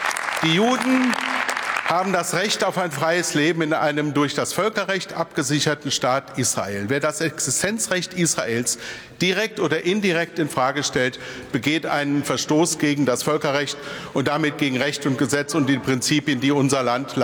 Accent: Wuppertal, North Rhine-Westphalia, Germany; der vor zwei Wochen in meiner Heimatstadt Wuppertal versucht hat, die Synagoge anzuzünden

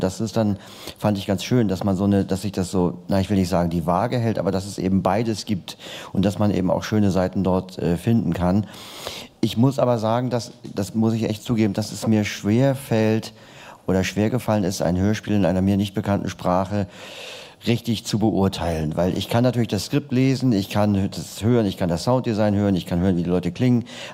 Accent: Hamburg, Germany; wenn ich in Hamburg jemanden, ich komme aus Hamburg, wenn ich da ein Radiointerview höre

